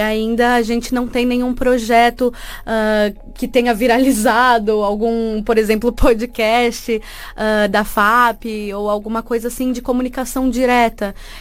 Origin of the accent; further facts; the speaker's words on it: Brazil; now in Portugal; eu sou brasileira